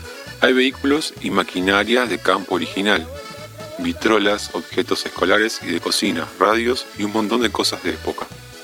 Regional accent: Bariloche, Río Negro, Argentina; Hola, soy de Bariloche.

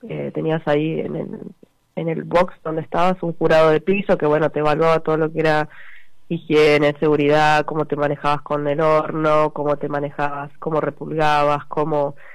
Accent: Zapala, Neuquén, Argentina; Sí, yo soy de Zapala, nací y criada ahí.

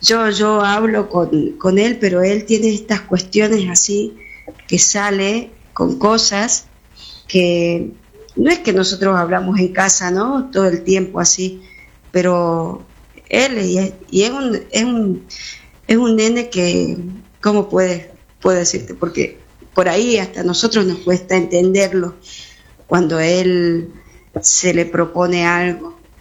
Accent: Campo Quijano, Salta, Argentina; Bueno, nosotros somos de Campo Quijano, es un pueblito en Salta, que está a 30 kilómetros de la capital de Salta. Ya estamos a los pies del cerro.

